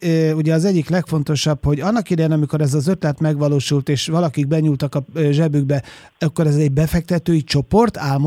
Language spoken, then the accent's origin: Hungarian; Zala, Hungary; hát én zalai gyerek vagyok